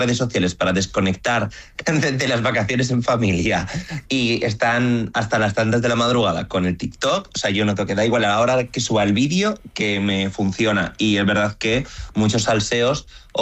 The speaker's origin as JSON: {"language": "Spanish", "town": "Santander", "region": "Cantabria", "country": "Spain", "said": "yo soy de Santander"}